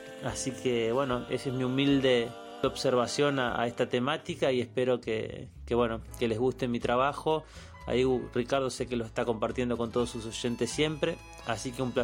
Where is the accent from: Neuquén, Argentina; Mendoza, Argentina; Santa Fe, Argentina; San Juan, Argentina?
Santa Fe, Argentina; Cacique Ariacaiquín; also born or lived in Elisa; me tocó nacer cerca del río Salado, en mi querido pueblo natal que se llama Cacique Ariacaiquín. Y después, bueno, acá en Elisa también, otros brazos del río Salado están cerca de mi pueblo